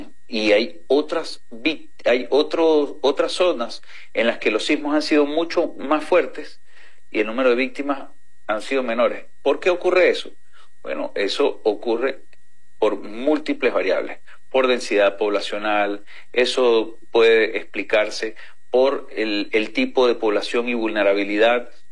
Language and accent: Spanish; Venezuela; a nosotros como venezolanos